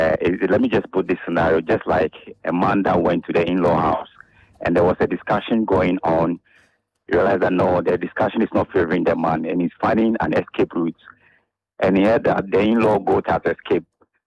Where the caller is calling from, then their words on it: Galilea, Greater Accra, Ghana; from Galilea.